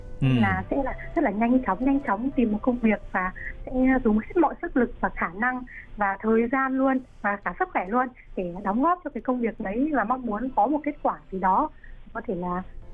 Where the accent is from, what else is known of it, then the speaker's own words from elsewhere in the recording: Lạng Sơn, Vietnam; Mình quê ở Lạng Sơn.